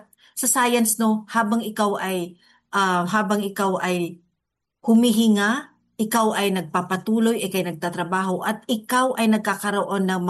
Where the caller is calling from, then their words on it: Tacloban, Eastern Visayas, Philippines; I'm coming directly now from Tacloban City, no. I'm coming in right now from Tacloban City, Eastern Visayas.